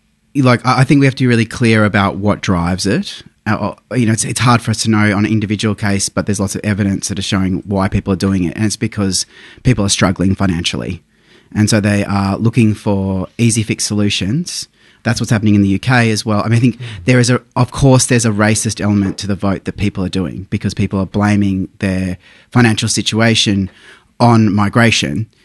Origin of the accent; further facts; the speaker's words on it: Queensland, Australia; I'm from Queensland.